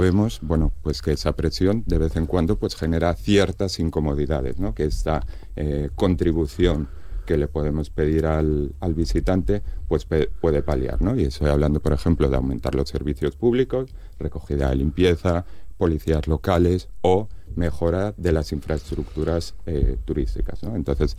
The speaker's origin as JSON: {"language": "Spanish", "town": "Llanes", "region": "Asturias", "country": "Spain", "said": "Yo que soy de Llanes, ¿no?, entonces conozco muy bien la presión"}